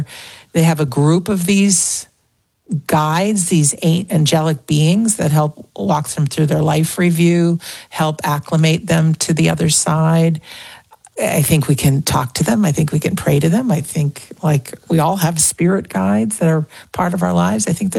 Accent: Connecticut, United States; also born or lived in Massachusetts; now in Rhode Island, United States; But I grew up in Connecticut, born in Massachusetts, currently reside.

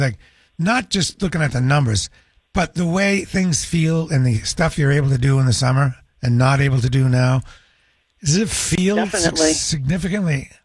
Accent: New Hampshire, United States; In my house I grew up with in New Hampshire

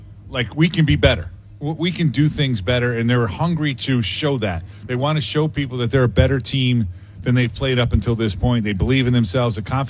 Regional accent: Wethersfield, Connecticut, United States; I grew up on Westwood Drive in Weathersfield, Connecticut.

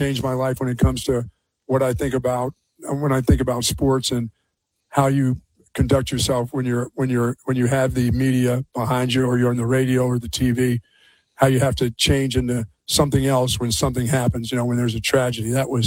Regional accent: United States; now in Austin, United States; one of the most confusing days of my life as a American, as a father, just a hectic day for me in Austin, Texas that morning.

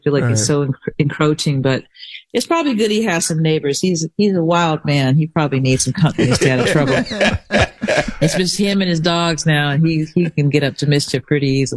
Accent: Hahira, Georgia, United States; moved away; I was born in Hahira

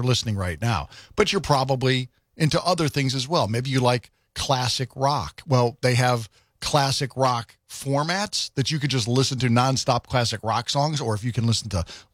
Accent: Connecticut, United States; moved away; my home state of Connecticut.

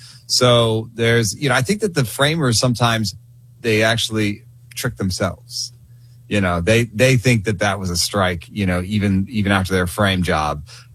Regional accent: Atlanta, Georgia, United States; growing up in Atlanta in the in the late 80s and early 90s

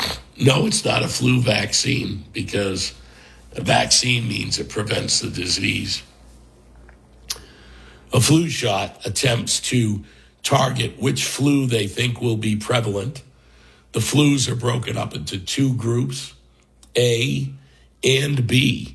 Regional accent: Ireland; I can make that joke because I'm Irish.

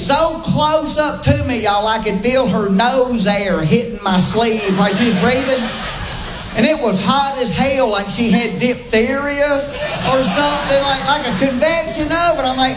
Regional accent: the South, United States; You know, we're from the South, we're nice.

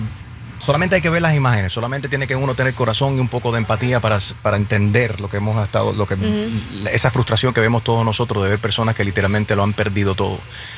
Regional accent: Cuba; madre también viendo estas imágenes y todo lo que está pasando con nuestros hermanos venezolanos, siendo cubana.

